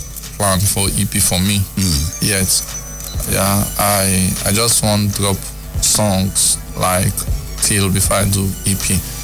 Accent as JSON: {"language": "English", "town": "Abonnema", "region": "Rivers", "country": "Nigeria", "said": "I come from Abonima."}